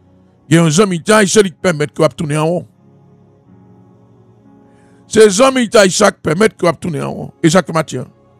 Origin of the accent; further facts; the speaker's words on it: Haiti; Moi, je suis noir. Je suis haïtien, je suis noir.